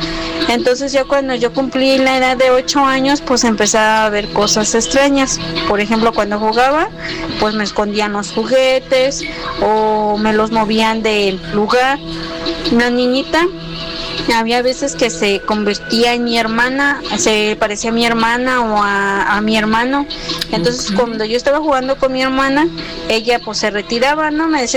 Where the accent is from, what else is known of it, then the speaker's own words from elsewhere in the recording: Celaya, Guanajuato, Mexico; Yo soy originaria de Celaya, Guanajuato. Cuando era una niña, tenía como 8 años, yo vivía antes en la casa de mi abuelita.